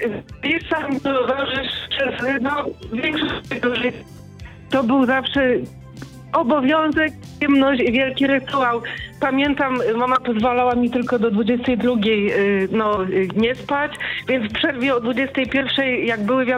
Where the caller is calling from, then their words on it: Mikołów, Silesian Voivodeship, Poland; z Mikołowa na Górnym Śląsku.